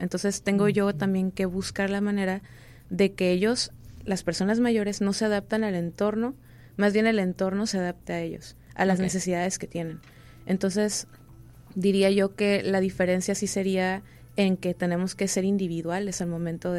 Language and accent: Spanish; Mexico; como mexicanos tenemos algunas cosas culturales